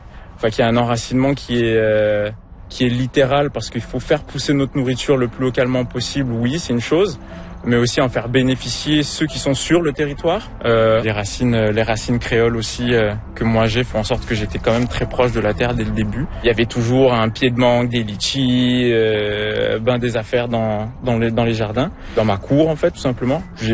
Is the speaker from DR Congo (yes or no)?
no; Réunion; moved away as an adult; now in Quebec, Canada; J'ai grandi à l'île de la Réunion, puis ça fait 15 ans maintenant que je suis au Québec. J'ai toujours grandi à un endroit où il y avait des jardins.